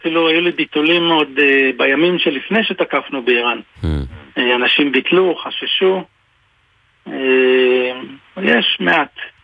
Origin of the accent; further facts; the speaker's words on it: Ne'ot Golan, Northern District, Israel; אבל אני גדלתי פה, אז זה גם לא כזה פייר.